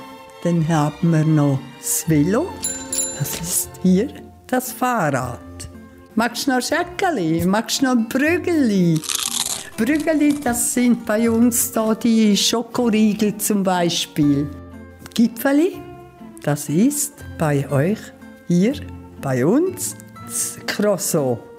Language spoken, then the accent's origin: German; Liechtenstein; moved away as an adult; now in Möser, Germany; Seit 11 Jahren wohne ich in Möser und eigentlich komme ich aus Liechtenstein. Guts Mörgeli heisst guten Morgen. Das Gucci, das ist bei uns das Sofa. Dann haben wir noch das Velo.